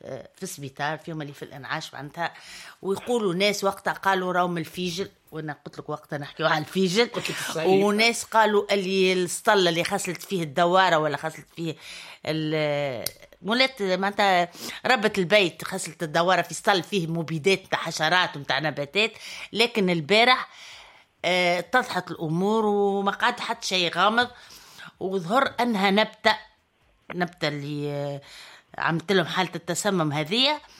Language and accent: Arabic; Tunisia; النبته هذه تتوجد عندنا في تونس وموجوده.